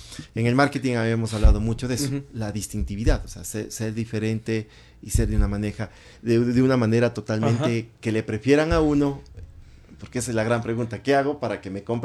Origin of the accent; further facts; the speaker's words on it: Ecuador; nosotros como ecuatorianos tenemos acá